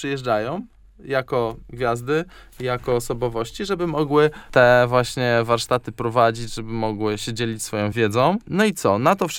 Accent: Zgierz, Łódź Voivodeship, Poland; moved away as an adult; sam jestem ze Zgierza i tam spędziłem całe swoje dzieciństwo, właściwie do 18 roku życia.

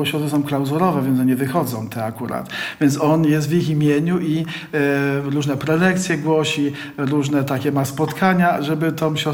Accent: Tarnów, Lesser Poland, Poland; born there; moved away; pochodzę z Tarnowa, z parafii katedralnej.

